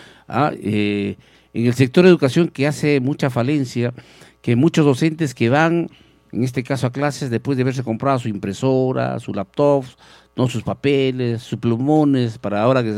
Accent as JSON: {"language": "Spanish", "country": "Peru"}